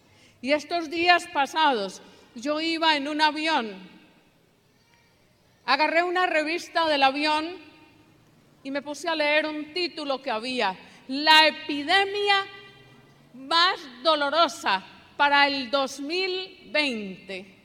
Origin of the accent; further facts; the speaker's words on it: Medellín, Antioquia, Colombia; en mi tierra, en Medellín.